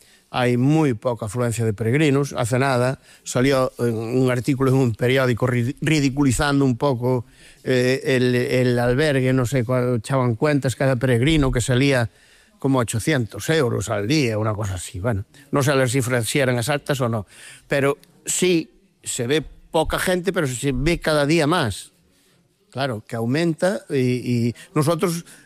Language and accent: Spanish; Sandiás, Galicia, Spain; soy natural de Sandiás